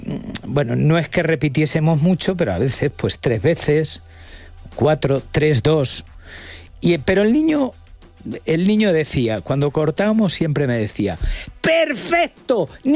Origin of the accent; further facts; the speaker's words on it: Castilla-La Mancha, Spain; Claro, es mi tierra.